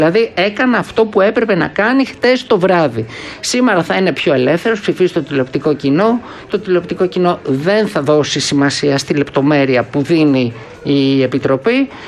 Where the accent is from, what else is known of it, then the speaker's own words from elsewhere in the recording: Thessaloniki, Central Macedonia, Greece; Η πόλη μου είναι άλλο που δεν θα ήθελα κιόλας. Η Θεσσαλονίκη είναι ιδανική για Eurovision, έτσι, και έχει αυτό το μέγεθος.